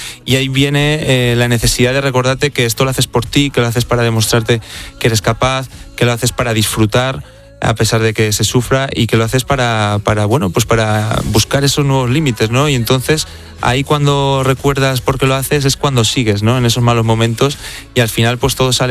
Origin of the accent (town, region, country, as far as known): Teruel, Aragon, Spain